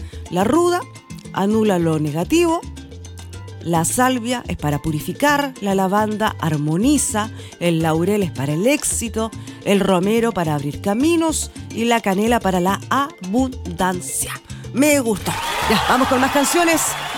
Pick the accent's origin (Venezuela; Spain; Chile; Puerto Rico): Chile; Carampangue, Biobío; Mira, soy de Carampangue y por acá llueve.